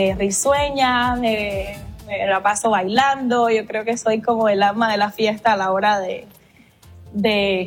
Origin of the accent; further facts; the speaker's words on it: Cuba; now in United States; Mi edad es 31 años y soy cubana. Y aquí en Estados Unidos soy mesera.